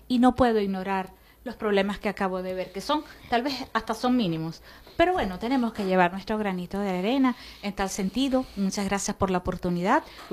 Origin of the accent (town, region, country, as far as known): Venezuela